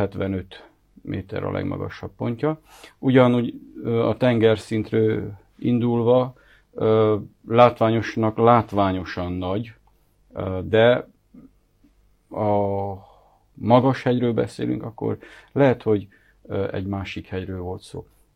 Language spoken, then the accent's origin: Hungarian; Magyardécse, Bistrița-Năsăud, Romania; egy kisebb hegyen nőttem fel, Magyar Décsében.